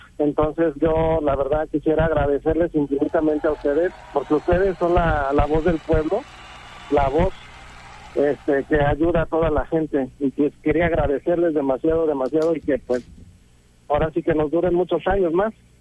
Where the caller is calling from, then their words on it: Mexico; Yo le llamo de aquí, de la Colonia Universo